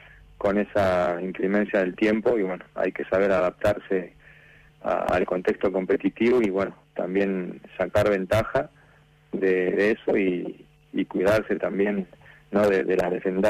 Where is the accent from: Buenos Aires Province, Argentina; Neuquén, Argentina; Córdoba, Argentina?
Buenos Aires Province, Argentina; Azul; De la ciudad de Azul, centro de la provincia de Buenos Aires.